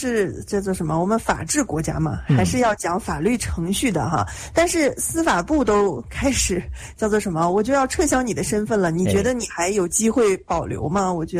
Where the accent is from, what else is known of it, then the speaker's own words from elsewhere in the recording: Northeast China, China; accent: Northeastern Mandarin (Dongbei); 这我们东北话啊